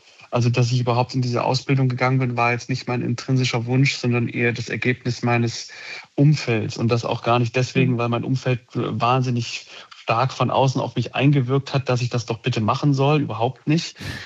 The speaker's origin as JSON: {"language": "German", "region": "Thuringia", "country": "Germany", "tie": "born or raised there", "said": "dass Thüringen dann auch schon sehr mittelgebirgig sein kann. Das ist bei meinem Heimatort der Fall."}